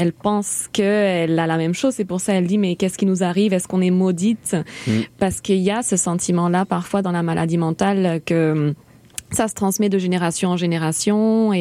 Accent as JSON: {"language": "French", "town": "Barcelona", "region": "Catalonia", "country": "Spain", "tie": "born or raised there", "also_born_or_lived": "Indonesia / Chile", "said": "Non, en fait, je suis née en Espagne, à Barcelone."}